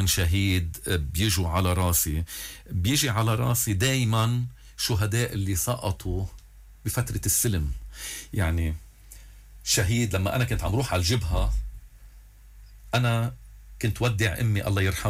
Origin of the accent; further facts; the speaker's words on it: Mayfouq, Keserwan-Jbeil, Lebanon; أما أني يكون موجود بضيعتي بميفوق